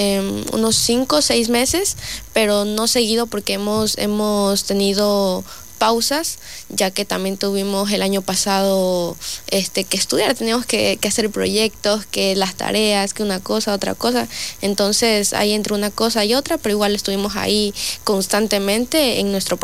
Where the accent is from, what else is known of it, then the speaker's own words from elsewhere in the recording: Lago Agrio, Sucumbíos, Ecuador; Lago Agrio, nací en Lago Agrio, y ser la emoción de ser lagoagrense, ser ecuatoriana